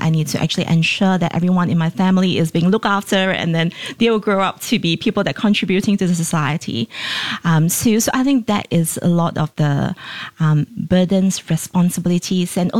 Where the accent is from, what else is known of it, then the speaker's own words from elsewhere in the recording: Malaysia; also born or lived in Pahang; I grew up in Malaysia.